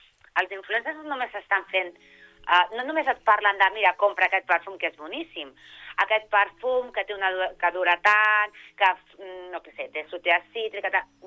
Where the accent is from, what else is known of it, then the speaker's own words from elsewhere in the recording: Terrassa, Catalonia, Spain; T'ho dic Terrassa, jo soc de Terrassa.